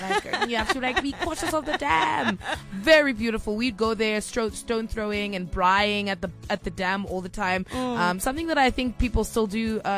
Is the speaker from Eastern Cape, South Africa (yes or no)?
no; Waterval Boven, Mpumalanga, South Africa; also born or lived in Belfast, Mpumalanga; I grew up in Mpumalanga at Waterfall Boven. That's where we lived. So we were right by a waterfall for a very long time. Then we moved on to Belfast, Mashadudorp. We moved almost every year growing up. So I lived in many parts of Mpumalanga, not just one.